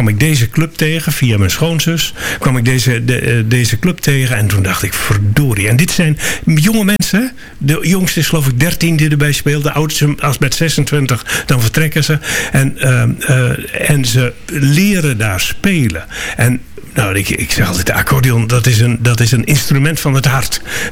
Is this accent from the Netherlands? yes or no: yes; Netherlands; born there; Ik ben, als je vanuit deze studio kijkt, een klein eindje verderop geboren in het tussen Hollandse Veld en Slagharen.